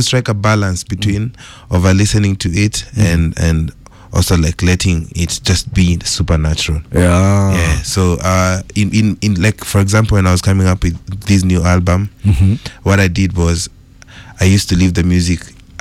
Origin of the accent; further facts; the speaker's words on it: Embu, Embu County, Kenya; now in Nairobi, Kenya; Yeah, I came into Nairobi from Embu.